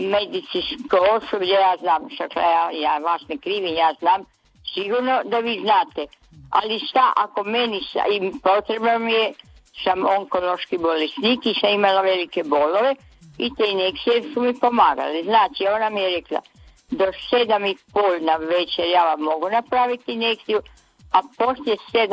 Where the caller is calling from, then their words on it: Labin, Istria County, Croatia; Ja dolazim iz Labina.